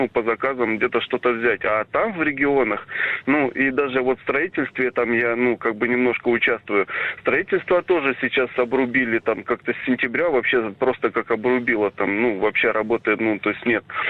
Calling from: Moscow Oblast, Russia; из Москвы

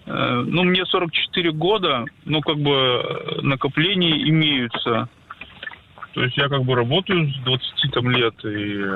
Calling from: Yaroslavl, Yaroslavl Oblast, Russia; Я из Ярославля, правда, не из Барнаула.

